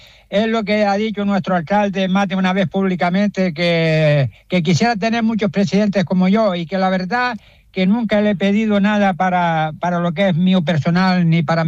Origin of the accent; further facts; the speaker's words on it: Gáldar, Canary Islands, Spain; luchar por mi pueblo, no solo de Caideros, sino de Galda